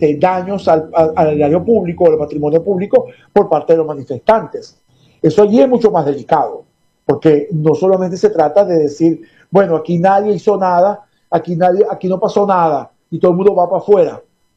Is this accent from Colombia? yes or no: no; Venezuela; El gran reto para nosotros como venezolanos es que nuestra sociedad y nuestros poderes públicos realmente comiencen a trabajar de manera democrática